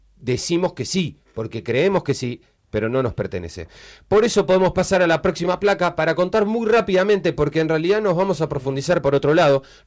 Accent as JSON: {"language": "Spanish", "country": "Argentina"}